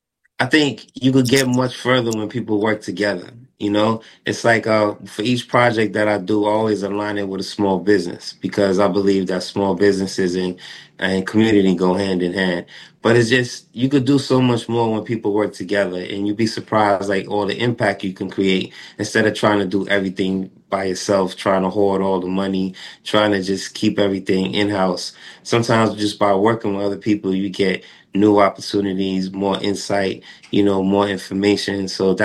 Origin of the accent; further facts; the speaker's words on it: New York, United States; when I was growing up in New York, about block parties and how everybody came together and people had fun on the block.